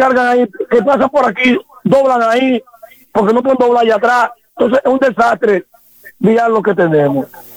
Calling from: Baní, Peravia, Dominican Republic; nosotros somos de aquí de Baní y hemos conocido la calle desde 60 años para arriba.

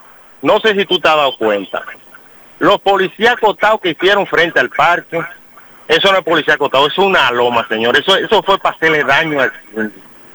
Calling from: Baní, Peravia, Dominican Republic; yo no soy de Matanzas, soy vanilejo.

